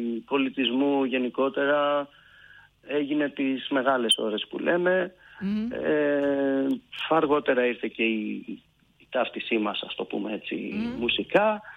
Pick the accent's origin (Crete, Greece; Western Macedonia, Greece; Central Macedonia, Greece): Crete, Greece; now in Athens, Greece; όταν ανεβαίνω Θεσσαλονίκη και μου λένε από πού είσαι, λέω Αθήνα, μένω, μα από πού είσαι, είμαι από την Κρήτη